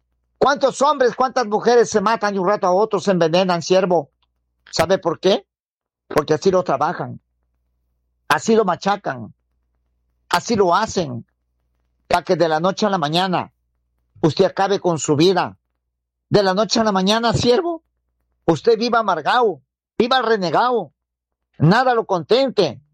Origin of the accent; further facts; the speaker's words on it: Huancabamba, Piura, Peru; now in Tarapoto, Peru; Yo soy de Huancabamba, siervos. Natural de Huancabamba, su … ex pastor evangélico. Estamos aquí en Tarapoto.